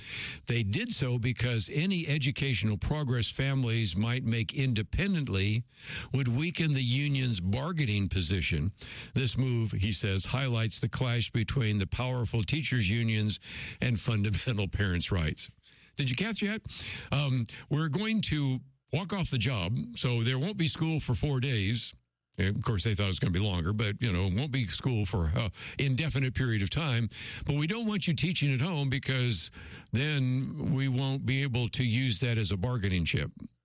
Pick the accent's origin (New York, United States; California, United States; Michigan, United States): California, United States; I grew up in the Bay Area, so I know this only so well